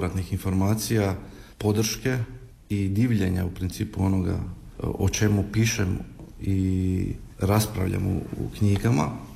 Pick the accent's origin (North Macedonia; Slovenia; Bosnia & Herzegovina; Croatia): North Macedonia; Skopje; moved away; ja sam odrastao u Skopju, u obitelji janjevačkih Hrvata.